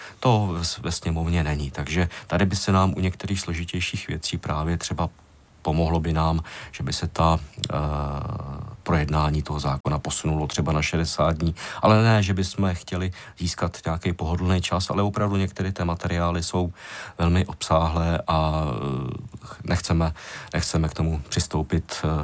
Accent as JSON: {"language": "Czech", "region": "Vysočina Region", "country": "Czechia"}